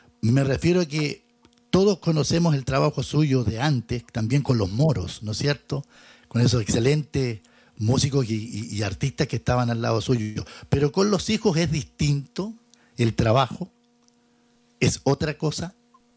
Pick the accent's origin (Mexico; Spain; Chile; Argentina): Chile